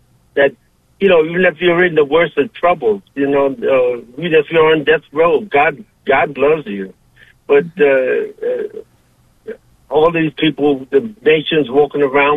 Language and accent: English; Brooklyn, New York, United States; I was raised Catholic in the Catholic Church